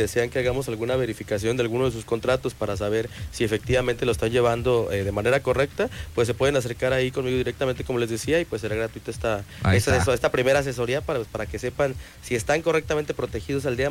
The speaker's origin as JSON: {"language": "Spanish", "region": "Michoacán", "country": "Mexico", "tie": "born or raised there", "said": "yo soy originario de Michoacán"}